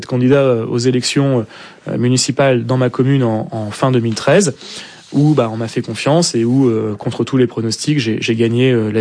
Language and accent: French; Marck, Hauts-de-France, France; Alors, je suis né à Grande-Synthe, hein, mais j'ai vécu 2 ou 3 jours à Grande-Synthe. Parce que mes parents habitaient et habitent toujours la ville de Marc en Calaisie, dont je suis maire.